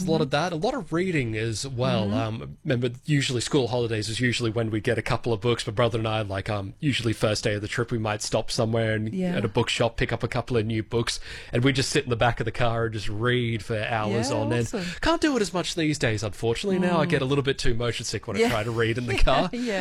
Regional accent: Toowoomba, Queensland, Australia; So growing up in Toowoomba, my mum was originally from Childers, just south of Bundaberg. My dad was from Adelaide.

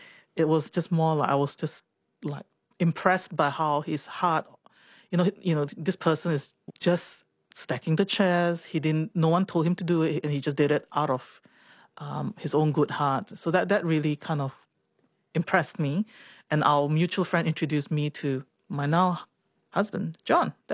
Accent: Singapore; church is something that I grew up in Singapore. And maybe perhaps when I was a kid, it was felt like more like obligation that I had to go to church, because my parents went on Sundays.

